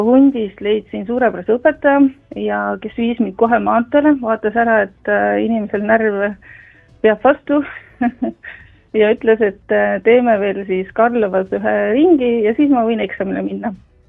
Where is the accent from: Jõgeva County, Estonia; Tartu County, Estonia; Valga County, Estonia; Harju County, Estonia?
Tartu County, Estonia; Tartu; ja Tartust.